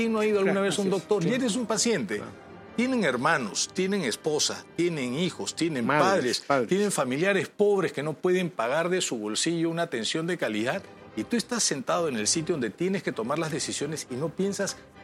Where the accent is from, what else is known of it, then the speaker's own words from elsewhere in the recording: Peru; pues, y somos peruanos, ¿no? Cuando hay fútbol y la selección peruana juega, todos nos ponemos una camiseta, ¿no?